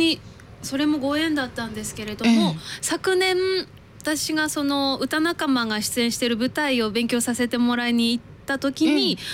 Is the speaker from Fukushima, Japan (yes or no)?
yes; Fukushima, Japan; 私も福島県出身なの で